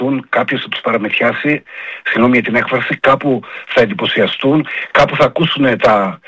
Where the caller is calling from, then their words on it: Greece; θεωρώ ότι είμαι Έλληνας